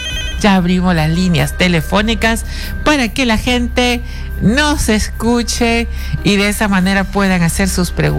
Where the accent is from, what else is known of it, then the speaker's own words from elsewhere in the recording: Peru; como peruana que soy. Amo a mi país, quiero a mi país